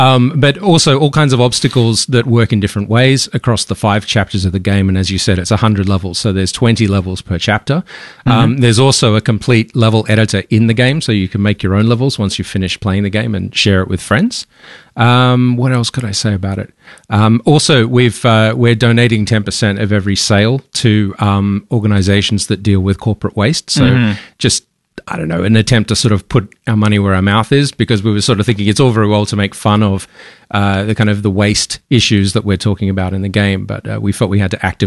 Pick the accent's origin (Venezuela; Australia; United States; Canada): Australia; Also, we're Australian indie developers.